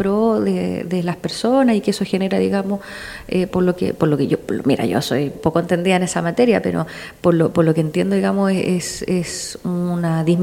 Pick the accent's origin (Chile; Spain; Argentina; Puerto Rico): Chile; Quillota, Valparaíso; soy sobrina nieta de la Sor Teresita de los Andes, para que no se olvide de nosotros de Quillota